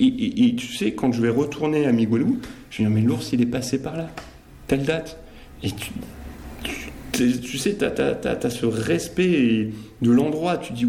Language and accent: French; Provence-Alpes-Côte d'Azur, France; also born or lived in Seine-Maritime; Alors, je suis natif de Seine-Maritime, de Normandie. Mes parents ont été mutés dans les Hautes-Alpes.